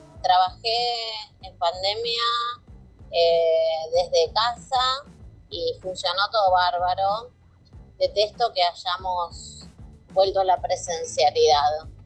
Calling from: Pilar, Buenos Aires Province, Argentina; de Pilar.

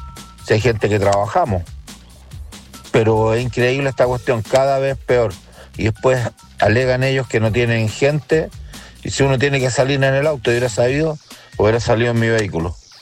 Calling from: Quilpué, Valparaíso, Chile; yo vivo en Quilpué.

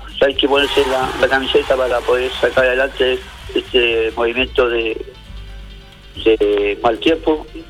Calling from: Tomé, Biobío, Chile

